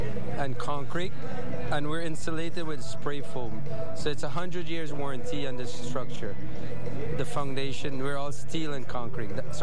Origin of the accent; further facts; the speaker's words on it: Guyana; now in Canada; I'm from Canada, and … I left Guyana 40 years ago